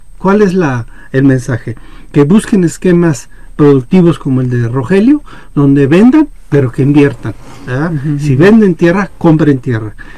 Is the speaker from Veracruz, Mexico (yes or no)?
no; Querétaro, Mexico; Así es, somos queretanos y nos da mucho gusto crecer y estar con quien nos da de comer